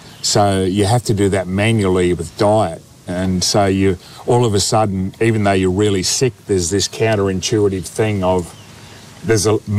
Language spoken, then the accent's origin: English; Queensland, Australia; I grew up on the Sunshine Coast, and there was a little clique of mates who were into a lot of British punk at the time.